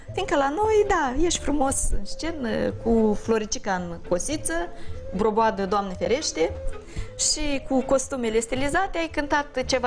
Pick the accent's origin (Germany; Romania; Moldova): Moldova; Brânzar, Cahul District; Ziceam că eu nu m-am oprit doar în satul meu, am mers și dincolo de Cahul